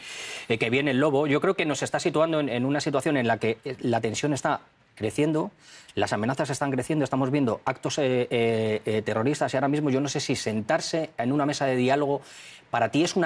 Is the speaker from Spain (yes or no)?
yes; Spain; Yo como español estaría asustado si mi gobierno apoya o cómo está apoyando o está dando armamentos a Kiev